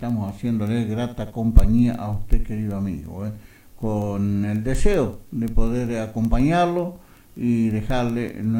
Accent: Argentina; mi pueblo argentino

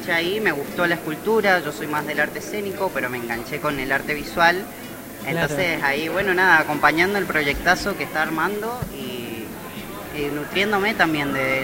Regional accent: Mendoza, Argentina; yo soy mendocino.

